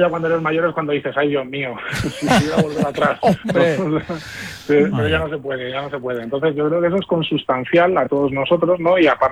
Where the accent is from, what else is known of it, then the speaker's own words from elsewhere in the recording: Fuenlabrada, Community of Madrid, Spain; Ahora Fuenlabrada, pues bueno, ya es una ciudad muy cosmopolita, más de 200.000 habitantes, vivimos aquí, y yo también soy de Fuenla, soy fuenlabreño